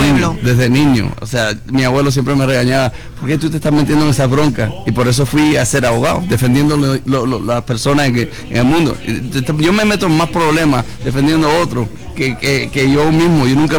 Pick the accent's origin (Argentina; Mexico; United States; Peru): United States; Miami-Dade, Florida; yo nacido y criado aquí en Miami-Dade, siempre.